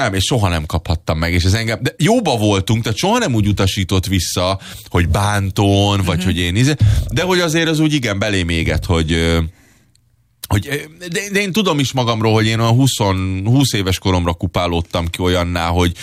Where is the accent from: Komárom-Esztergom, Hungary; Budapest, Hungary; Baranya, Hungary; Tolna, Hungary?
Budapest, Hungary; born there; also born or lived in Germany; én egy újpesti fenegyerek vagyok, ugye ott is nőttem fel